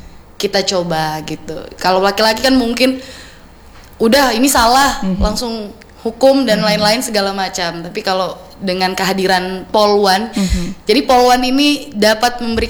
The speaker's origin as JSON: {"language": "Indonesian", "town": "Pontianak", "region": "West Kalimantan", "country": "Indonesia", "tie": "born or raised there", "said": "Saya lahir besar di Kalimantan Barat, di Pontianak. Kalau ayah itu asli sukunya Bugis."}